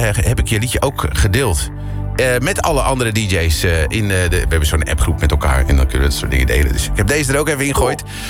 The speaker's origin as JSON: {"language": "Dutch", "town": "Amsterdam", "region": "North Holland", "country": "Netherlands", "tie": "born there", "moved": "yes", "said": "Ik ben Amsterdammer, hè, geboren tenminste. Inmiddels al een tijdje niet meer, hoor."}